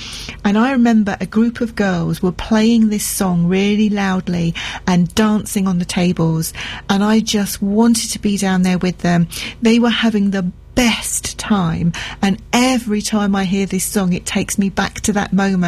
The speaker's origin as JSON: {"language": "English", "region": "London", "country": "United Kingdom", "tie": "born or raised there", "said": "And I grew up in London, so a lot of my time was spent in central London as well."}